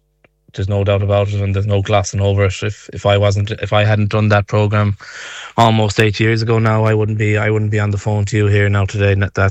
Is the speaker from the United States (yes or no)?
no; Galway, Connacht, Ireland; I'm from Galway City in Knocknacara there myself.